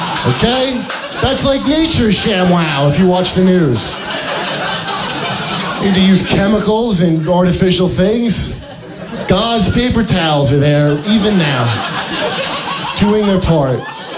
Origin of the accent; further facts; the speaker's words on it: New Jersey, United States; It's just that I grew up on the Jersey Shore, so I'm already used to this.